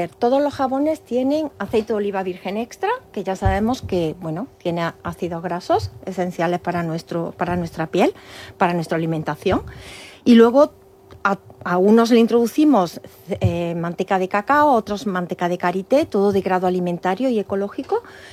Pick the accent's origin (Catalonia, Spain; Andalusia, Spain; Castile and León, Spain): Andalusia, Spain; Córdoba; Todos son aceite de oliva virgen extra de una almazara de Córdoba, de mi tierra